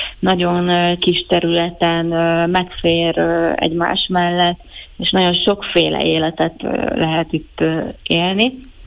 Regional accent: Budapest, Hungary; moved away as an adult; now in Naples, Italy; Nagyon szeretek egyébként itt élni, de azért azt hozzá kell tennem, hogy én Budapesten nőttem fel

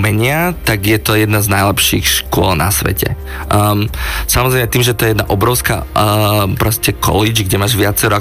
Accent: Košice, Košice Region, Slovakia; Som z Košic.

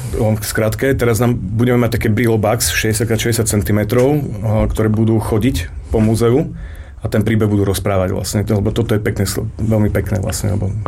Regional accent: Bardejov, Prešov Region, Slovakia; now in Košice, Slovakia; Ja som Bardejovčan, žijúci v Košici a pracujúci v Medzilaborciach

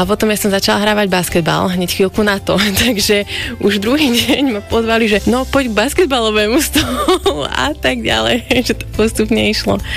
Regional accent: Hontianska Vrbica, Nitra Region, Slovakia; also born or lived in Želiezovce / United States; a narodila som sa v Želiezovciach, ale pochádzam z Hontianskej Vrbice, čo je taká malá dedinka vedľa Levíc.

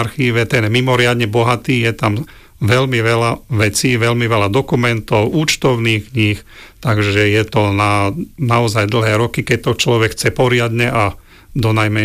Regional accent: Bratislava, Bratislava Region, Slovakia; pretože ja pochádzam z Karlovej Vsi

